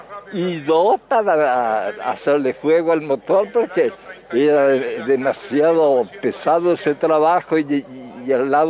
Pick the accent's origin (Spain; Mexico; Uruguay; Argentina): Argentina; born there; Bueno, nací en el campo de Solari, porque en ese tiempo mi papá le rentaba campo a la firma Solari, que el que estaba acá en Valle Grande